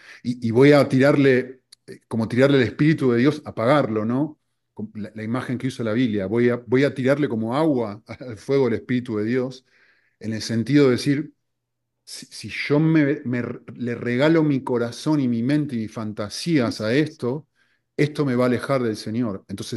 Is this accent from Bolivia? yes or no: no; Argentina; soy argentino